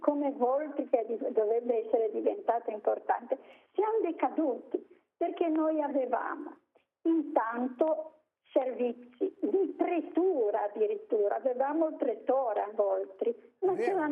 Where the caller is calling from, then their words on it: Genoa, Liguria, Italy; Io sono di Voltri, sicché Voltri era piccola.